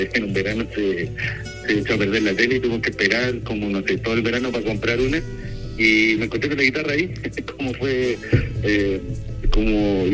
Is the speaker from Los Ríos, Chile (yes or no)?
yes; Paillaco, Los Ríos, Chile; also born or lived in Valdivia; now in Santiago, Chile; yo me vine a Santiago del sur, de Paillaco, que es cerca de Valdivia